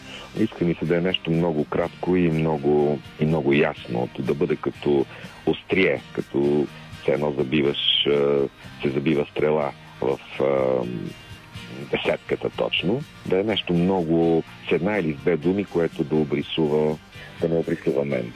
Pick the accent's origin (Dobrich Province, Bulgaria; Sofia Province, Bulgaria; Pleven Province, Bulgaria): Sofia Province, Bulgaria; Botevgrad; едни мои приятели от Ботевград, от родния ми град